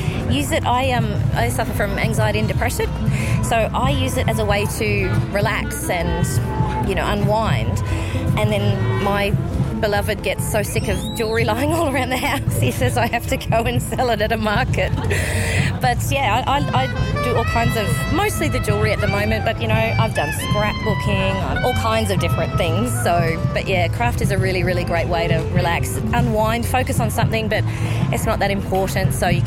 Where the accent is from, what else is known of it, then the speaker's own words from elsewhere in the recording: Alice Springs, Northern Territory, Australia; I grew up in gymnastics in Alice Springs